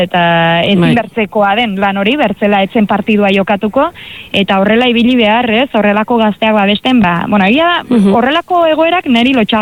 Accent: Lesaka, Navarre, Spain; aspaldiko kontua da, baino nire herrian, Lesakan, oroitzena ez

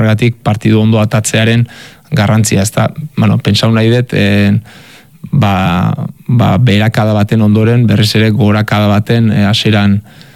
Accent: Azpeitia, Basque Country, Spain; eta Azpeitiarra Gipuzkoarra naiz

